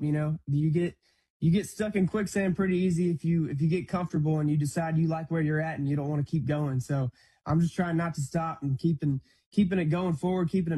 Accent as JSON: {"language": "English", "town": "Birmingham", "region": "Alabama", "country": "United States", "moved": "as an adult", "lives_now": "Nashville, United States", "said": "I am from Birmingham, obviously, Birmingham, Alabama, and I moved up to Nashville full-time less than a year ago now."}